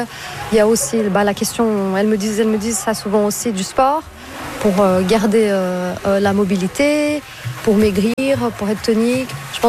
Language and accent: French; Brazil